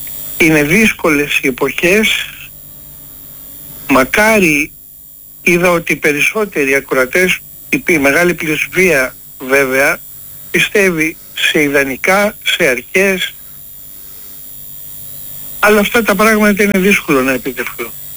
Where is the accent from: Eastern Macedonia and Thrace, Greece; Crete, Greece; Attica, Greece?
Attica, Greece; Athens; born there; Εγώ έχω γεννηθεί στην Αθήνα. Ο πατέρας μου είναι από το Αίγιο.